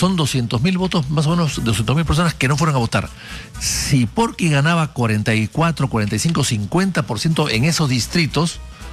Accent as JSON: {"language": "Spanish", "country": "Peru"}